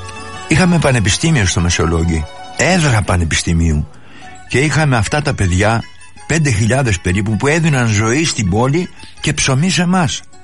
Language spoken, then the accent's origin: Greek; Lechovo, Western Macedonia, Greece; βάστα καημένο Λέχοβο, η πατρίδα μου.